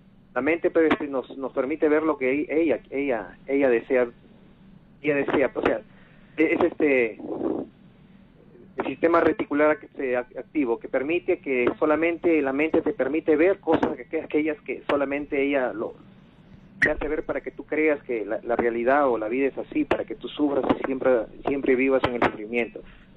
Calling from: Piura, Peru; De Piura, Padre Malca, buenos días.

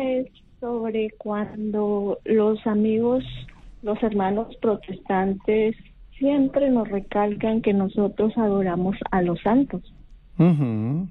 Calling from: Sullana, Piura, Peru; Desde Sullana

